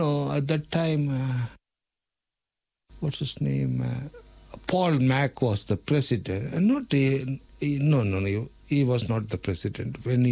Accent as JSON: {"language": "English", "town": "Vellore", "region": "Tamil Nadu", "country": "India", "lives_now": "Dunedin, New Zealand", "said": "I am from India, Peter. Particularly, I am from Tamil Nadu."}